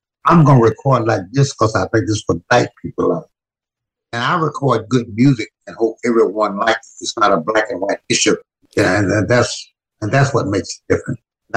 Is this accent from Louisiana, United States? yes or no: yes; Louisiana, United States; born there; also born or lived in Mississippi; I was born in Louisiana.